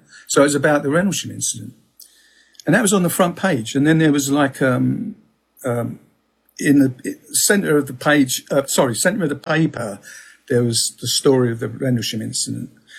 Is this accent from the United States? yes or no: no; Peckham, London, United Kingdom; born or raised there; accent: Southeast London